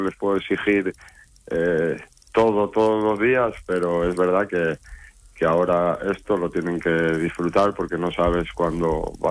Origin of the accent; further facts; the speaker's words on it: Cantabria, Spain; Sí, yo Soy cántabro y bueno, soy del Racing desde pequeño y me hacía especial ilusión que nos tocara